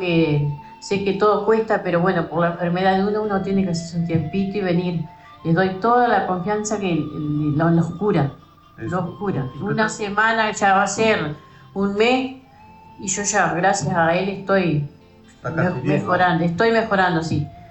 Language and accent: Spanish; Villa Constitución, Salto, Uruguay